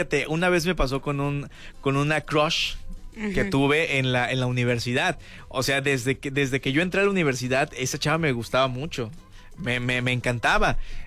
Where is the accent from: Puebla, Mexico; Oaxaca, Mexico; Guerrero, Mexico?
Guerrero, Mexico; Acapulco; moved away; es que donde yo vengo, pues sí, es muy diferente el clima. Y me dice, ¿de dónde vienes? Le digo, de Acapulco.